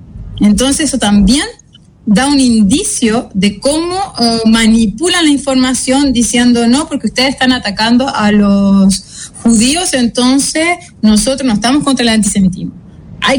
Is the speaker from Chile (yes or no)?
yes; Chile; como yo como soy chilena y sigo las noticias chilenas